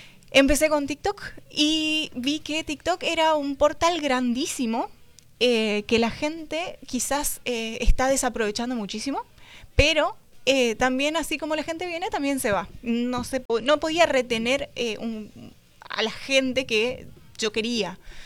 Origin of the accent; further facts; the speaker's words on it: Avellaneda, Santa Fe, Argentina; Yo soy de Avellaneda